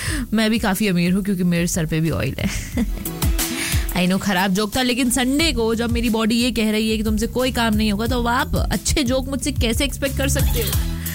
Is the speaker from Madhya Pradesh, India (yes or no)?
yes; Bhopal, Madhya Pradesh, India; moved away; सो क्या होता है ना कि मैं तो देखो भोपाल से बाहर आ गई हूँ, लेकिन भोपाल मुझसे बाहर नहीं आ पा रहा है. भोपाल का इंडिया का स्केड्यूल जो है वो मेरे अंदर से बाहर नहीं आ पा रहा है.